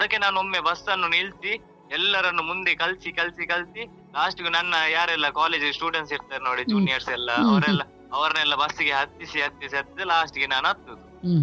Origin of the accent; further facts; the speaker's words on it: Bantwal, Karnataka, India; Bantwal ma'am.